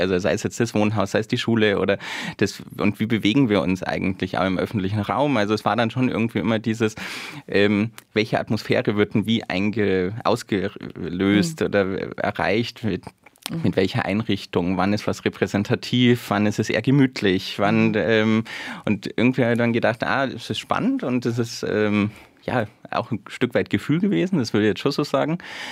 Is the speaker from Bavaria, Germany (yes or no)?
yes; Bavaria, Germany; moved away as an adult; Genau, bin eigentlich gebürtiger Bayer, komme aus der Nähe von Ingolstadt und wollte damals einfach einmal raus aus der Heimat.